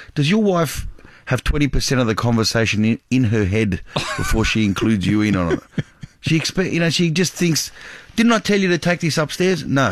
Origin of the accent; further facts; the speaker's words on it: Sydney, New South Wales, Australia; I grew up in Sydney, Australia.